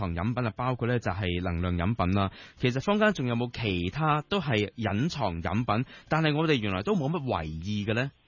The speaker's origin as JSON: {"language": "Cantonese", "country": "China", "said": "會唔會有啲我哋中國人成日講就定經茶啦"}